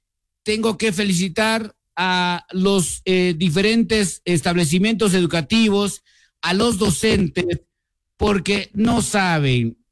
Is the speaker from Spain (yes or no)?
no; Guatemala; Como guatemaltecos, todos, como guatemalteco, yo tengo que ser partícipe de esta celebración de independencia